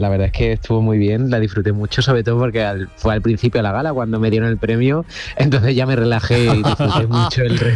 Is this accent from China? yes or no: no; Úbeda, Andalusia, Spain; se hizo en Úbeda, en mi ciudad natal